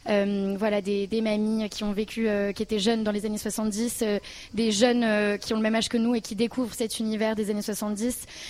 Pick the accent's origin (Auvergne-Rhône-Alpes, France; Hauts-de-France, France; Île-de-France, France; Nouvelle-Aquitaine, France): Auvergne-Rhône-Alpes, France; Lyon; puisqu'Élise est normande et moi je suis lyonnaise.